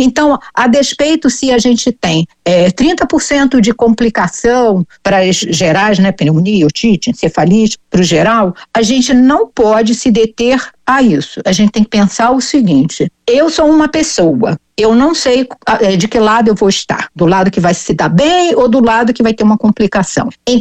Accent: Rio de Janeiro, Brazil; Eu, por exemplo, sou do Rio, não temos essa orientação.

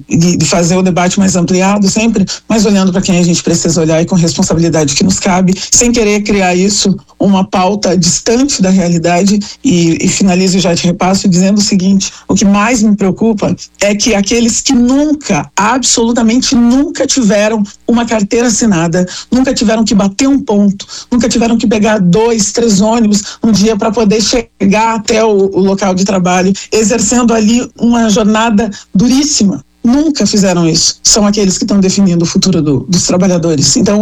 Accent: Porto Alegre, Rio Grande do Sul, Brazil; eu me criei eu cresci numa ocupação aqui em Porto Alegre, numa comunidade.

